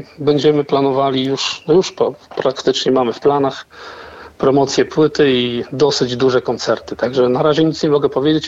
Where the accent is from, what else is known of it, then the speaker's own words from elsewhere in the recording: Kętrzyn, Warmian-Masurian Voivodeship, Poland; Ja jestem z Kętrzyna, także to jest jakieś 30 kilometrów od Węgorzewa.